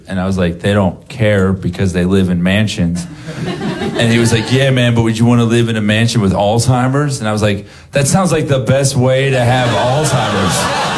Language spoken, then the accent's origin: English; Florida, United States; I'm from Florida. That's where I'm from